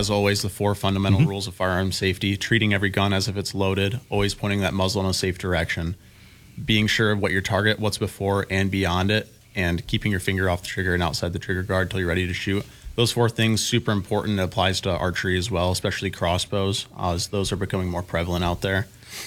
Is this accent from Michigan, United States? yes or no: yes; Michigan, United States; Yeah, I'm from Lower Michigan. I grew up loving the outdoors.